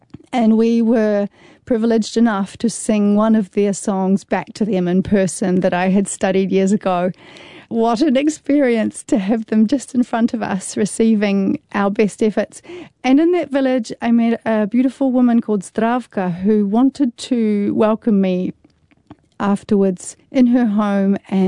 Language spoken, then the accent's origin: English; New Zealand; moved away as an adult; And my experience as a Kiwi, who, you know, we're quite kind of, we don't like to shake the boat, and we smile at each other and we say, hello, how are you?